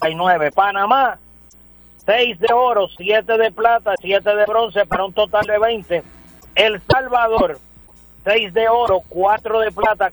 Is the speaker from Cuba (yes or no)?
no; Puerto Rico; yo como boricua